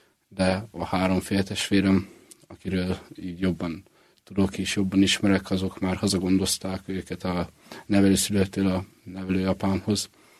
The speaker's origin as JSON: {"language": "Hungarian", "region": "Budapest", "country": "Hungary", "tie": "born or raised there", "said": "Hát Budapesten születtem, a 8. kerületben, 2006-ban, 4. hó 15-én, áprilisban."}